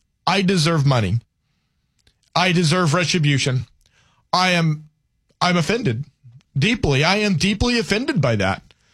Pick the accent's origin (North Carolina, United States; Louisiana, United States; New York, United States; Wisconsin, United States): Louisiana, United States; I'm a Cajun. I identify more as a Cajun. I'm actually more of a cactus, you know, because I'm, you know, kind of Cajun, kind of Kunas.